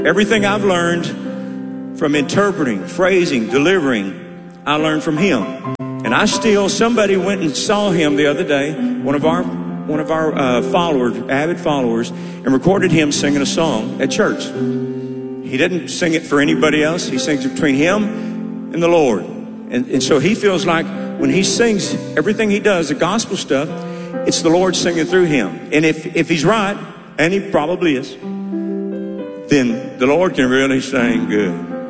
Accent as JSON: {"language": "English", "town": "Jacksonville", "region": "Texas", "country": "United States", "tie": "born or raised there", "moved": "yes", "said": "Jacksonville, Texas, which is where we grew up"}